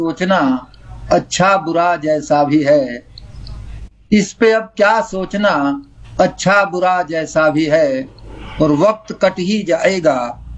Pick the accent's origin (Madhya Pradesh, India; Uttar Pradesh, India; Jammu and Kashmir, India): Uttar Pradesh, India; Ballia; born there; now in Greater Noida, India; मेरा जन्म स्थान उत्तर प्रदेश का एक पूर्वी क्षेत्र में एक जिला है बलिया